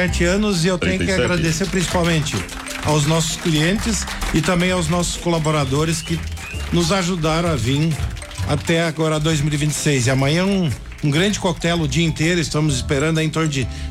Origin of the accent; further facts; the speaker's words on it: Cruzeiro do Sul, Rio Grande do Sul, Brazil; eu sou do interior de Cruzeiro do Sul, Picada São Gabriel. A atividade principal era filho de agricultores, né?